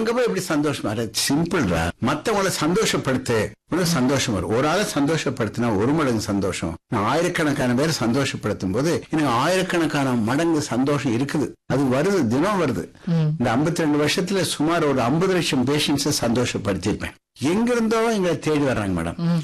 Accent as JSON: {"language": "Tamil", "region": "Tamil Nadu", "country": "India", "tie": "born or raised there", "said": "எங்க ஊர் 500 கிராமம், இங்க இருந்து கோயம்புத்தூர்ல இருந்து ஒரு 30 கிலோமீட்டர்."}